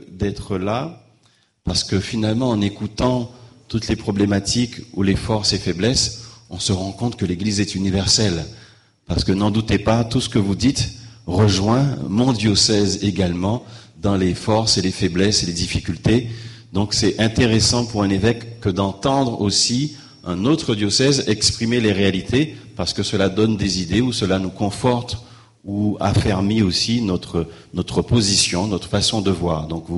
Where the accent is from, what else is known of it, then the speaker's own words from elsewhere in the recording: Guadeloupe; moved away as an adult; now in Seine-Saint-Denis, France; Je suis originaire de la Guadeloupe. J'ai été ordonné le 27 juin 2004 pour le diocèse de Saint-Denis. Donc je quitte la Guadeloupe en 1995. Je suis le dernier de 8 enfants